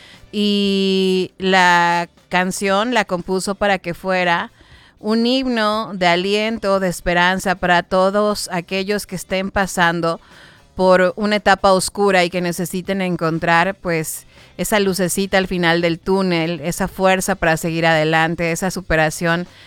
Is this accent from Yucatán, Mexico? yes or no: yes; Yucatán, Mexico; para nosotros, obviamente, como yucatecos, es un gran gusto